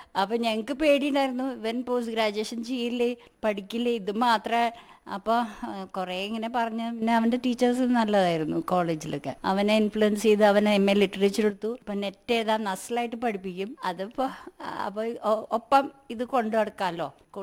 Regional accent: Mumbai, Maharashtra, India; born there; also born or lived in Kochi; now in Peruvanam, India; ഞാൻ ജനിച്ച് വളർന്നത് ബോംബെയിലാണ്.

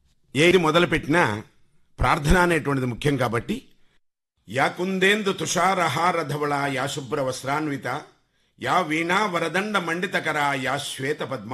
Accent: Tekupalli, Andhra Pradesh, India; also born or lived in Pedakallepalli / Machilipatnam; ముఖ్యంగా నేను పుట్టింది కృష్ణా జిల్లా టేకుపల్లి అనేటువంటి గ్రామంలో పుట్టాను.

